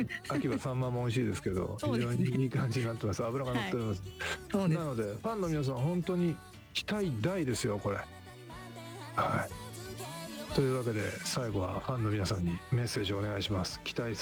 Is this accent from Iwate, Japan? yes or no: no; Ishikawa, Japan; で11月14日は地元石川県行きます。